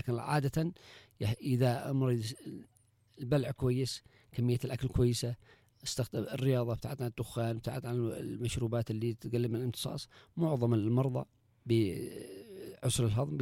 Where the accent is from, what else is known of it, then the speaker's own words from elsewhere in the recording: Yemen; عندنا في اليمن